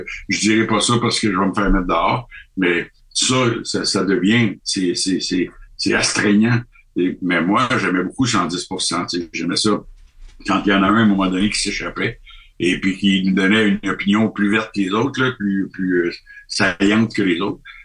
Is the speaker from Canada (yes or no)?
yes; Canada; moi, je suis du Canada, je suis ici de passage